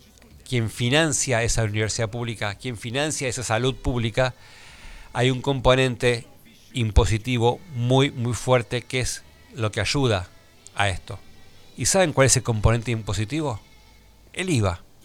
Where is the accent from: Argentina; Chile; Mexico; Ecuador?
Argentina